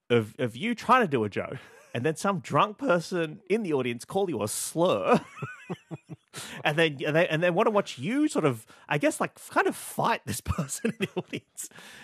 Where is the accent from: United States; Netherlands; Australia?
Australia; I was an Asian person growing up in Australia in the 90s, very aware of Pauline Hanson coming out here